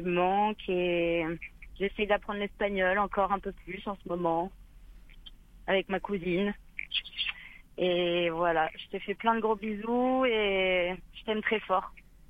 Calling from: Bordeaux, Nouvelle-Aquitaine, France; je suis bien rentrée en France, je suis à Bordeaux

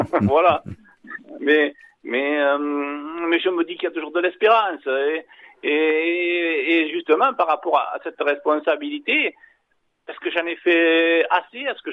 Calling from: Nouvelle-Aquitaine, France; Alors j'appelle du Sud Gironde.

